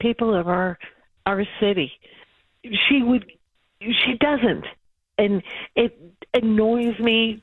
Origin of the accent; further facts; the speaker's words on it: Boston, Massachusetts, United States; now in Randolph, United States; I grew up in Dorchester